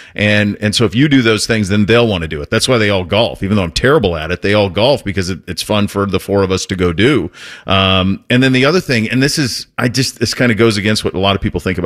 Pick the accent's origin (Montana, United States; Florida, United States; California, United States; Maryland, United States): Montana, United States; I grew up in Montana. We didn't even have it.